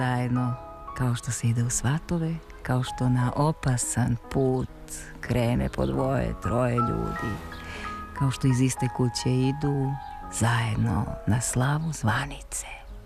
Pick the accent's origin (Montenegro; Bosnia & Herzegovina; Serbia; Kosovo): Serbia; Brankovina, Šumadija and Western Serbia; also born or lived in Rabrovica; rođena sam u tvojoj i mojoj Rabrovici. Ali sam kao mala odneta u Brankovinu.